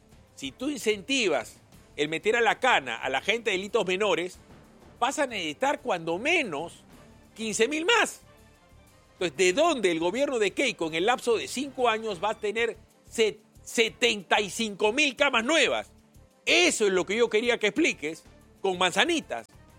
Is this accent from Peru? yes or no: yes; Peru